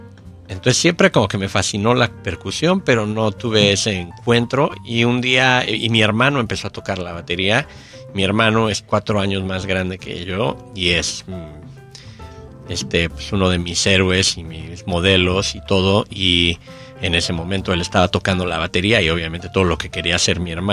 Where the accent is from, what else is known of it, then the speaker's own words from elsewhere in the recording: Mexico; En la escuela en la que yo estaba de chiquito en México, nos daban instrumentos para la clase de música